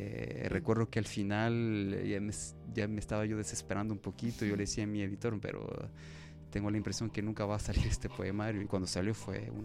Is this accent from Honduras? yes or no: yes; Honduras; nos sigue afectando mucho como hondureños, esta idea de este sentimiento de inferioridad que sentimos, no solo como hondureños, sino también con nuestras culturas.